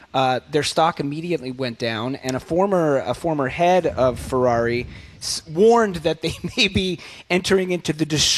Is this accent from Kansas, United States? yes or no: no; Pennsylvania, United States; I'm from Pennsylvania. People in Pennsylvania can get pretty weird.